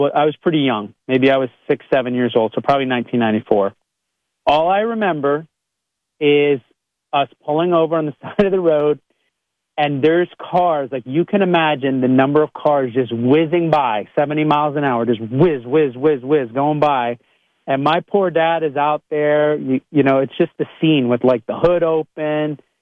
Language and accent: English; Ontario, Canada; now in Lancaster County, Pennsylvania, United States; I'm from Eastern Ontario, Canada. So like I live in Lancaster County now, and driving from Lancaster County to say Pittsburgh is like the equivalent of driving from my hometown to the big city of Toronto.